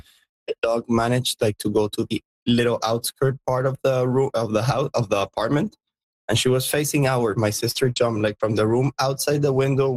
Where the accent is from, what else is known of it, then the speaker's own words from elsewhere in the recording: Quebec, Canada; also born or lived in Montreal; now in Venezuela; I was originally based in Montreal. I lived there 12 years. I'm a Canadian. I'm now back here in Venezuela.